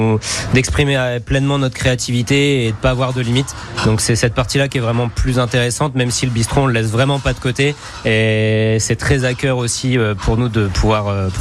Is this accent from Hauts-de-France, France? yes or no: yes; Hauts-de-France, France; moved away as an adult; now in Reims, France; Non, je viens de l'Aisne, un petit village donc à côté